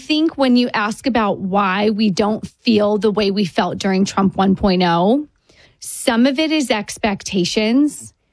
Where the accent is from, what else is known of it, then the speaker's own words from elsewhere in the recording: New York, United States; I see so many people in my hometown of New York